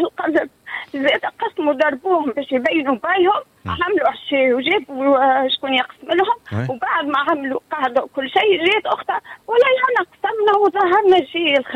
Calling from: Jemmal, Monastir Governorate, Tunisia

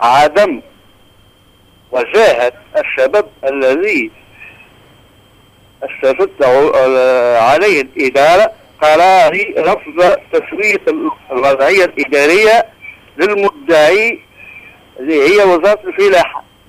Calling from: Mornag, Ben Arous, Tunisia; انا معطنديت مرناك

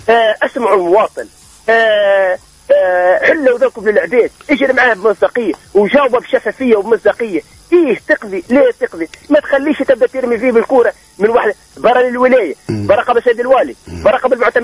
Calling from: Tunisia; أنا كمواطن تونسي

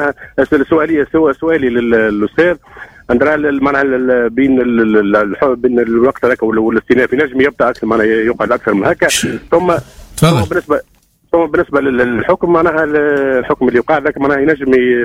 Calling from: Kairouan, Kairouan Governorate, Tunisia; من القيروان.

